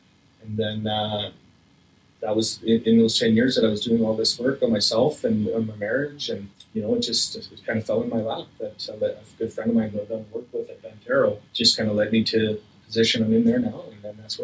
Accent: Slave Lake, Alberta, Canada; also born or lived in St. Paul, Alberta / Edson; I was born in St. Paul, Alberta, and you know, I'm the youngest of seven, and spent about 4 years in St. Paul before we moved to Edson for a year, and then my dad got transferred to Slave Lake, and that's where I grew up.

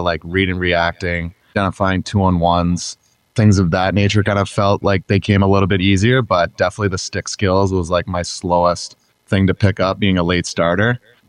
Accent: Georgetown, Ontario, Canada; There was a group of us from my hometown, who was four of us who were all kind of commuting together down to Vaughan, Ontario, back to Georgetown.

